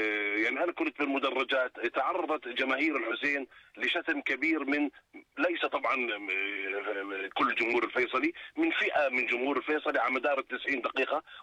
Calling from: Jordan; الدوري عندنا بالاردن

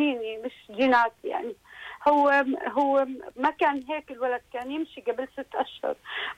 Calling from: Jordan; أنا أردنية، وللأسف يعني من الفقر تزوجت، أهلي وضعهم سيء

